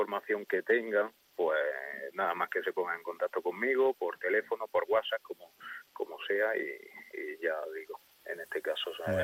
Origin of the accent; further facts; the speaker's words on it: Churriana de la Vega, Andalusia, Spain; vecinos de mi pueblo, de Churriana de la Vega